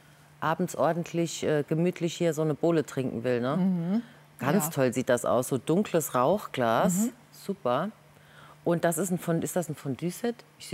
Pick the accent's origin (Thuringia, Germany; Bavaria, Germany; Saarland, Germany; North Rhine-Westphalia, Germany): Saarland, Germany; Da haben wir eine Mistgabel, wie man bei uns im Saarland sagt, oder Mistgabel.